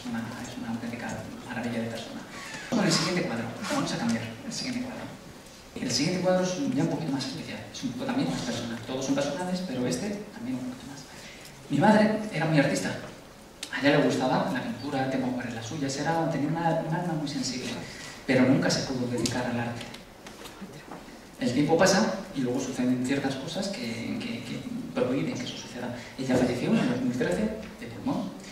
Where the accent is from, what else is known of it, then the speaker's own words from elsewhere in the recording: Madrid, Community of Madrid, Spain; Porque yo soy de Aluche, ¿cómo me matéis?